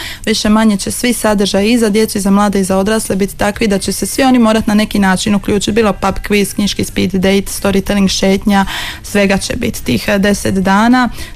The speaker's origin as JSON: {"language": "Croatian", "town": "Split", "region": "Split-Dalmatia County", "country": "Croatia"}